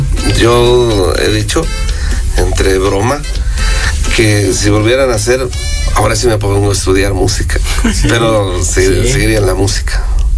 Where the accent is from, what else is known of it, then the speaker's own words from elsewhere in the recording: San Felipe Tlaltepec, Puebla, Mexico; Yo soy de San Felipe, Tlaltepec.